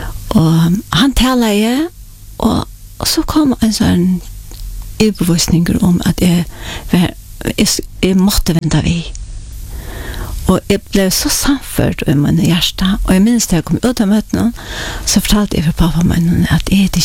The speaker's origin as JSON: {"language": "Swedish", "town": "Klaksvík", "country": "Faroe Islands", "tie": "born or raised there", "said": "Jag är uppvuxen i Klaxvik. Och jag är född i Surveje. Bodde först i fem år i Surveje."}